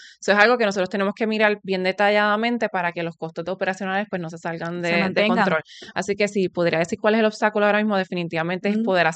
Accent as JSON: {"language": "Spanish", "country": "Puerto Rico", "tie": "born there", "said": "Nací en Puerto Rico, egresada de la Universidad de Mayagüez, Ingeniería Química"}